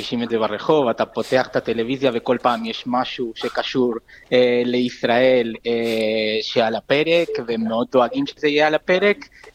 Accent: Argentina; now in Barcelona, Spain; בוא נגיד שגם אני ארגנטינאי במקור.

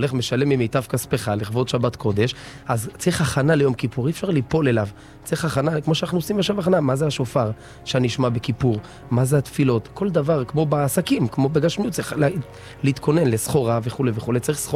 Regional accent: Beersheba, Southern District, Israel; אני יליד מערב שבע, 32 שנה בשכונה, הורים שלי 34, דור שלישי

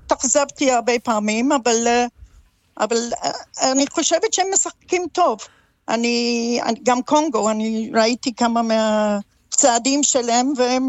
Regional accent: London, United Kingdom; Hebrew is a second language; moved away as an adult; now in Israel; אני מהאיסט אנד. אהה. זה קרוב לתמזה, אבל שם גדלתי עם האזור של המון יהודים

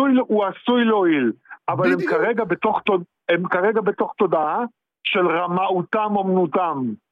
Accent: Haifa, Haifa District, Israel; אני גם יליד קריית אליעזר וחיפה

